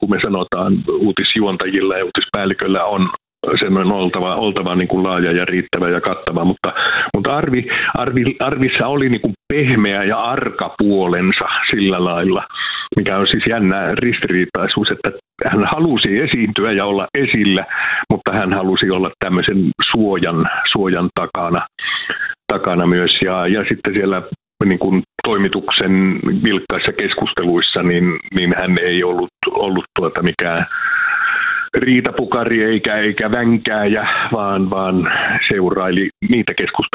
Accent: Savonia, Finland; No mä tunnustan aina, että mä oon semmoinen yleis-itäsuomalainen, eli mä oon savolainen

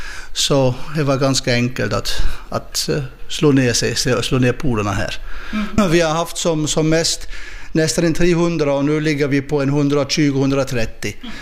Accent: Luxembourg; moved away as an adult; now in Överpurmo, Finland; Och vi flyttade hit 2001 för att kunna börja med egentligen med yrkesbiodling. Jag är här från Luxemburg

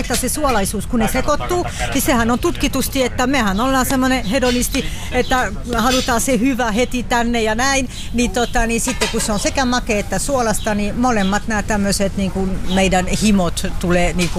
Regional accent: France; Finnish is a second language; now in Finland; toki mä en ole syntynyt täällä, mä oon Ranskasta kotoisin

